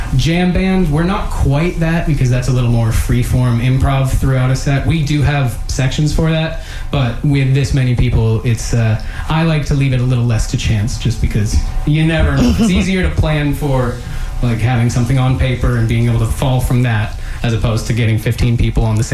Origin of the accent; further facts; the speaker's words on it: Maine, United States; now in Tampa, United States; It got me acclimated to the weather down here because I'm originally from Maine.